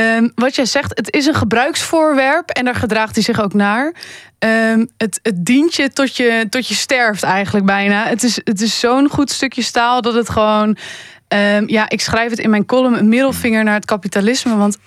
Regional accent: Netherlands; Goed, ik ben natuurlijk opgegroeid in Bijlen, tussen de Volvo's.

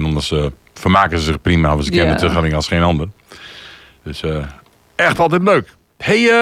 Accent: Germany; Ik ben groot geworden in Duitsland.

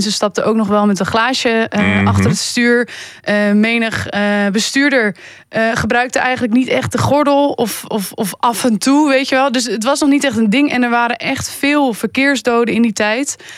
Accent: Netherlands; Goed, ik ben natuurlijk opgegroeid in Bijlen, tussen de Volvo's.

